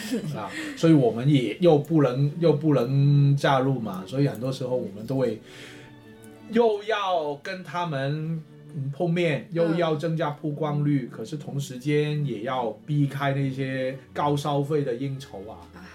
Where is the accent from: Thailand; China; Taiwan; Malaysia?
China; Guangdong; accent: Cantonese; 所以你很多像我们广东话叫有凹凹抓